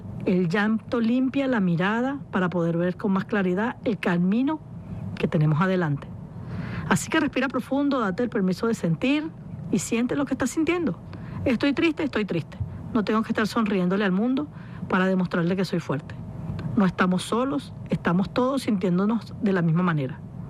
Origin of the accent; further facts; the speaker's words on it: Venezuela; yo también soy venezolana